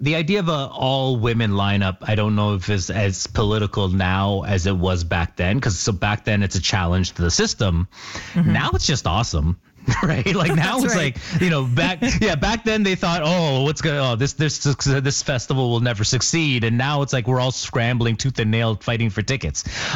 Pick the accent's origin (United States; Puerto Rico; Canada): Canada; I mean, what a time to be in the U.S. as a Canadian while Trump's waging the nonsensical war on us.